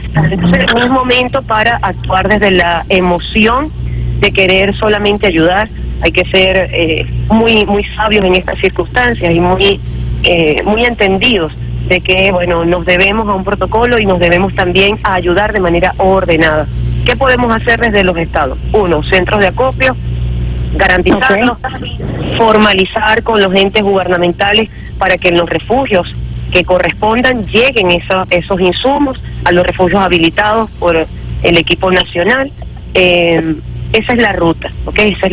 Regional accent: Venezuela; en estos momentos nosotros como venezolanos estaremos más unidos que nunca.

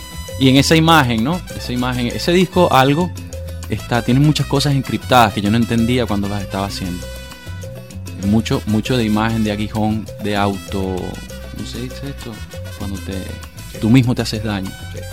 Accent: Caracas, Capital District, Venezuela; Nací en Coche, que es una barriada popular, y ahí crecí, con la casa de mis abuelos, mis padres, mi hermano, una casa enorme

